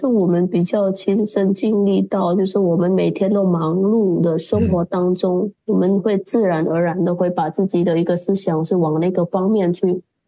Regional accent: Indonesia; 他不承认我们是中国人，他会觉得你是印尼来的，你是印尼人。但是我们在印尼这边他就说你是华人，你不是纯种的印尼人。

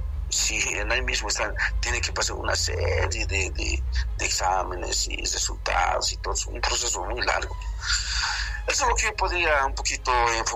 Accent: Bolivia; llamar a la unidad de mi pueblo boliviano, del cual somos nosotros todos. Los bolivianos somos únicos

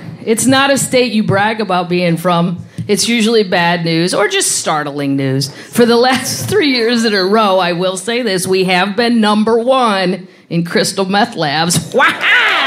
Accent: Missouri, United States; moved away; Originally, I'm from Missouri.

